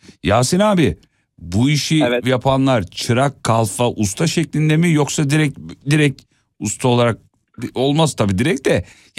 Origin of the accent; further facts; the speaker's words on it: İzmit, Kocaeli, Turkey; moved away; Memleketim olunca merak ediyorum.